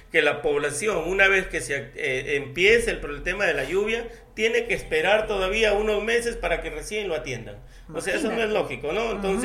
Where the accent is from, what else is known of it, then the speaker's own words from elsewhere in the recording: Túcume, Lambayeque, Peru; nosotros salimos de allá, hemos nacido allá, hemos estudiado allá, y luego ya hemos avanzado un poco a la universidad y luego trabajamos acá en Túcume.